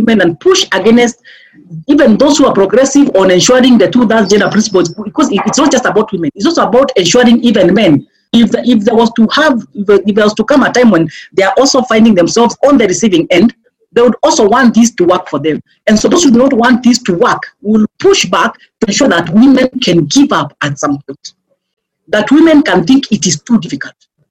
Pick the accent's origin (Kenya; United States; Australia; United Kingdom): Kenya; Meru, Meru County; English is a second language; I grew up a country in Meru. And would go to the river sometimes